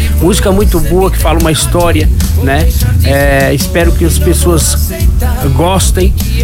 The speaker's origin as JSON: {"language": "Portuguese", "town": "Blumenau", "region": "Santa Catarina", "country": "Brazil", "tie": "born or raised there", "said": "Sou natural de Blumenau."}